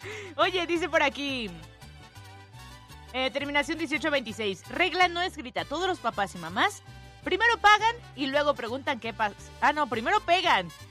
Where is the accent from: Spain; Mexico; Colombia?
Mexico; Ay, nosotros como mexicanos podemos salir a cenar